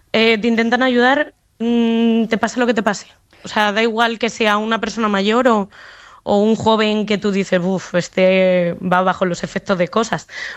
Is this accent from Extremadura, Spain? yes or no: yes; Extremadura, Spain; accent: Madrid; also born or lived in Madrid